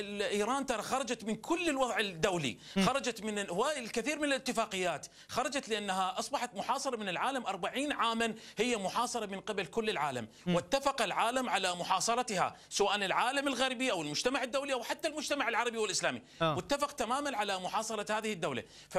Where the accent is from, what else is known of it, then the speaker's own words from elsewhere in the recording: Iraq; انا رجل عراقي